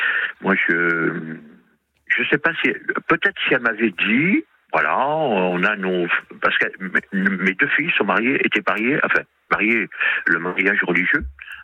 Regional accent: Réunion, France; J'ai grandi à La Réunion, je suis métropolitain.

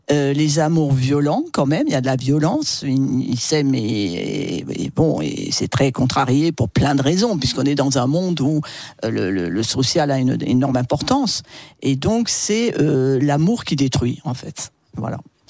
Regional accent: Marseille, Provence-Alpes-Côte d'Azur, France; je suis marseillaise, je ne connais personne

